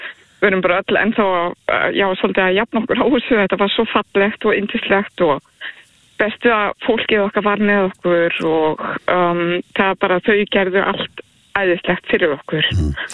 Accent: Álftanes, Capital Region, Iceland; Ég er náttúrulega uppalinn á Álftanesinu og ég elska ströndina og var þar á hverjum degi sem barn

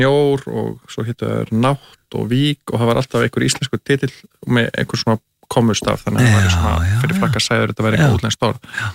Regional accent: Kópavogur, Capital Region, Iceland; also born or lived in Grafarvogur; Nei, og ég ólst fyrst upp í Kópavogi.

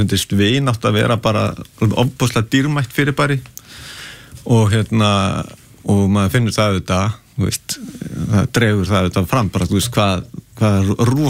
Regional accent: Garðabær, Capital Region, Iceland; born or raised there; also born or lived in Breiðholt

